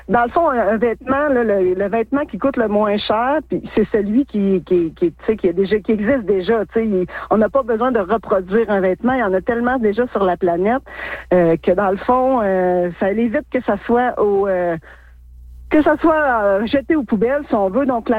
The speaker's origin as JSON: {"language": "French", "town": "La Sarre", "region": "Quebec", "country": "Canada", "tie": "born or raised there", "moved": "as an adult", "said": "moi, je suis originaire de la Sarre. J'ai rendu toute ma jeunesse jusqu'à mon secondaire 5 à la Sarre. Après, j'ai quitté là pour des études dans les Laurentides, à Montréal, à Rouen également, pour revenir là depuis 2007, si je ne me trompe pas, là, que je suis établie."}